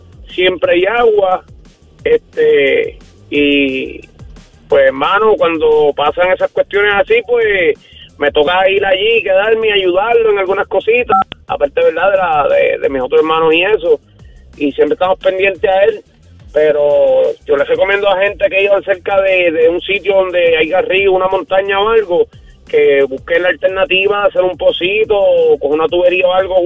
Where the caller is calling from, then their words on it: Naranjito, Puerto Rico; Para acá donde yo vivo en Naranjito, yo vivo en Achiote, en esta comunidad del sector de los Nieves